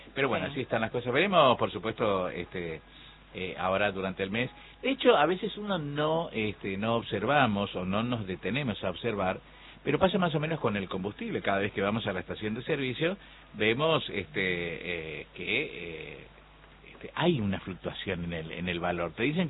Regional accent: Argentina; porque somos argentinos y no podemos con nuestro genio

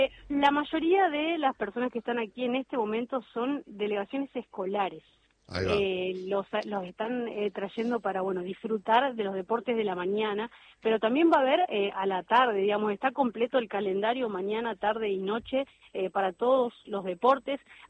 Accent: Santa Fe, Argentina; como santafesinos también estamos muy contentos

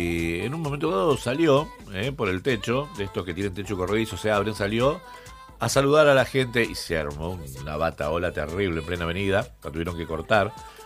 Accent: Argentina; ella sabe cómo somos los argentinos

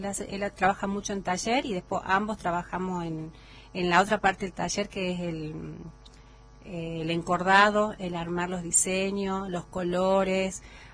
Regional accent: Yuto, Jujuy, Argentina; now in Perico, Argentina; yo soy de Yuto, vivo en Perico ya hace muchos años

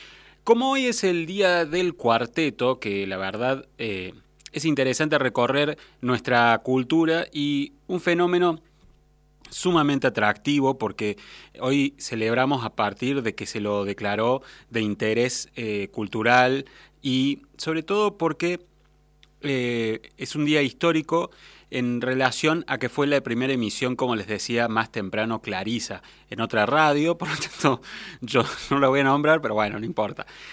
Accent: Córdoba, Argentina; los fanáticos que somos en general los argentinos, pero particularmente los cordobeses

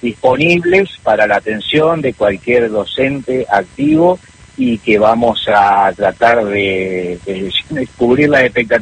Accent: General Pico, La Pampa, Argentina; moved away as an adult; now in Santa Rosa, Argentina; En General Pico, en primario y secundario

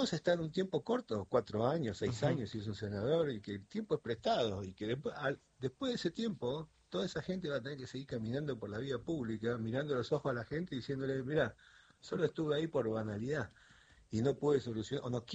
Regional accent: Argentina

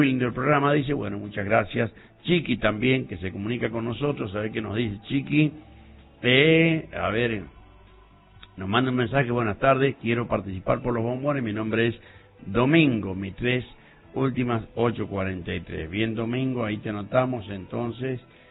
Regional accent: Argentina; todo lo que nos dio como argentinos

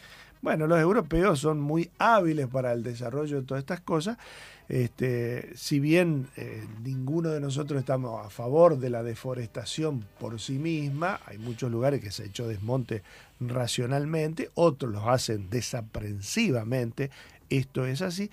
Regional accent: Argentina; nosotros como argentinos

